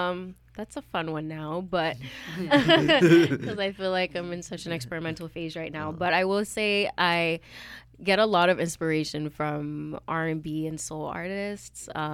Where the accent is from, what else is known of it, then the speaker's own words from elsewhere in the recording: Uganda; now in Canada; I'm originally from Uganda